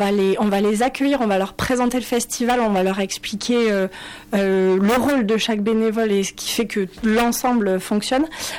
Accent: Luz-Saint-Sauveur, Occitanie, France; Moi j'ai grandi à Luz Saint-Sauveur

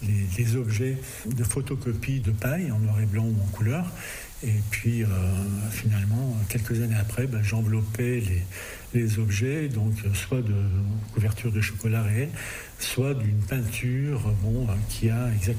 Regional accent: France; also born or lived in Brussels, Belgium; now in Pont-Saint-Pierre, France; je suis un peu bruxellois, mais non, je suis français.

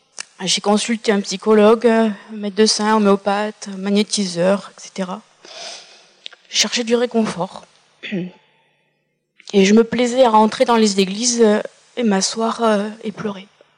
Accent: Marseille, Provence-Alpes-Côte d'Azur, France; born there; J'ai 42 ans. Je suis musicienne, enseignante. Je suis née à Marseille, dans une famille non pratiquante, mais catholique par ma mère. J'ai été baptisée quand j'étais bébé, catholique, et j'ai fait ma communion.

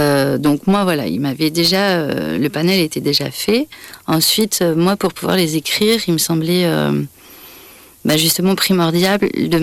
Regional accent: France; en tant que Française, blanche

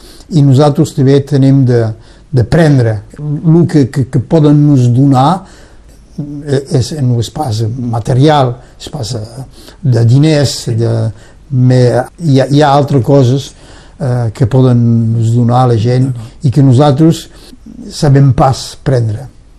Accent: Catalonia, Spain; Jo soc un català, ella el català, mai tenim pas africans dins de la família.

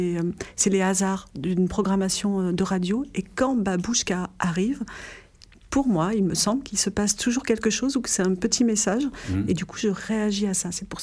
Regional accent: Paris, Île-de-France, France; also born or lived in Aubervilliers / Saint-Denis; Je suis parigote.

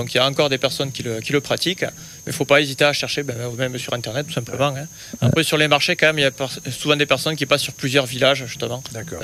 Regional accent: Occitanie, France; Je viens du Tarn.

